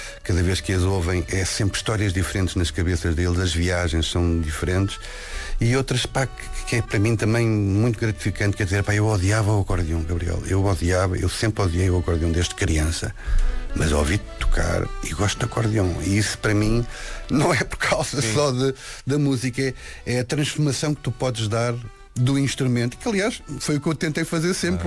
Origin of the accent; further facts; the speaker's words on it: Lisbon, Portugal; Eu nasci em Lisboa, vivi eu na urbe e serei sempre um gajo urbano.